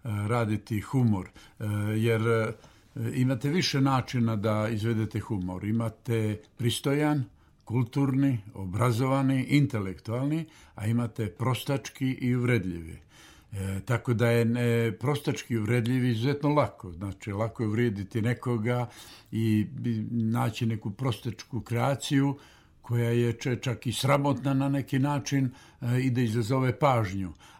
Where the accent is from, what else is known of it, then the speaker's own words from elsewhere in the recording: Berane, Berane Municipality, Montenegro; Zaista mi je drago vratiti se u ovaj studio u mom rodnom gradu i uvijek se sjećam sjajno kada dođem u studiju Radio Berana.